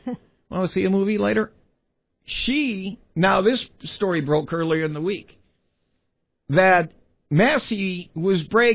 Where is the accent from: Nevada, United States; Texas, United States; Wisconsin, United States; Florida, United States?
Wisconsin, United States; accent: Wisconsin; I always thought that we have a Wisconsin accent thing.